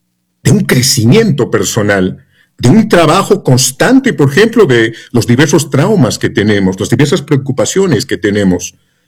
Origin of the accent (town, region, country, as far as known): Peru